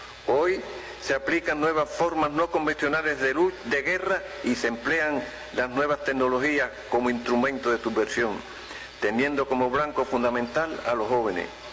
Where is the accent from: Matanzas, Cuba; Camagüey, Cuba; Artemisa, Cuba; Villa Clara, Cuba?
Artemisa, Cuba; en mi tierra natal